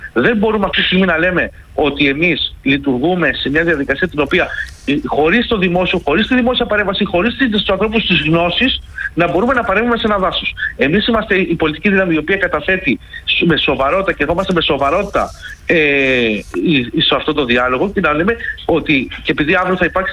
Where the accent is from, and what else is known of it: Attica, Greece